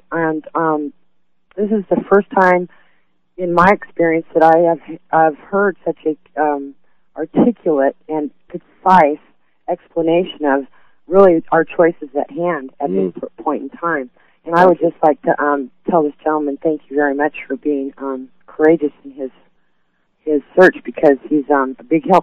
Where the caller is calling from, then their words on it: Las Vegas, Nevada, United States; I'm in Las Vegas.